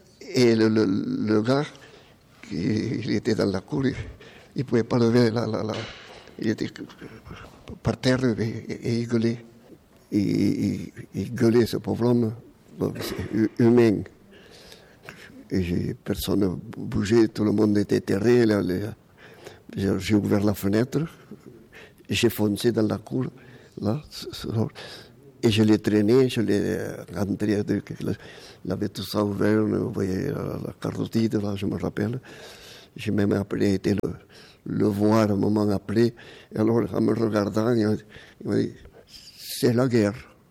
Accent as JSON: {"language": "French", "town": "Pont de Blaye", "region": "Nouvelle-Aquitaine", "country": "France", "tie": "born there", "said": "Je suis natif du pont de Blaye."}